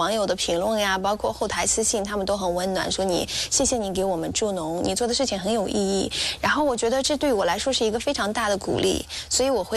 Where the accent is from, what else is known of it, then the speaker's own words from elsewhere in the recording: Ningxia, China; 闽宁镇移民第二代。